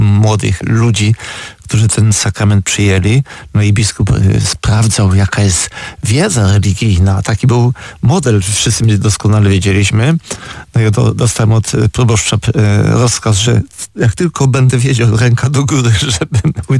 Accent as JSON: {"language": "Polish", "town": "Szczedrzyk", "region": "Opole Voivodeship", "country": "Poland", "tie": "born or raised there", "said": "w Szczedrzyku, a stamtąd pochodzę"}